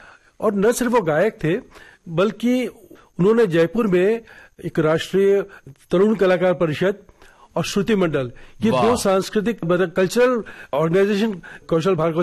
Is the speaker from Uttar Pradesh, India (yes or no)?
no; Nagpur, Maharashtra, India; born there; लेकिन मेरा ननिहाल नागपुर और मेरी पिताजी जो पोस्ट सेंटर ग्राफ्स में डिपार्टमेंट में काम करते थे उनकी पहली पोस्टिंग भी नागपुर में थी, तो मेरा जन्म भी नागपुर में हुआ।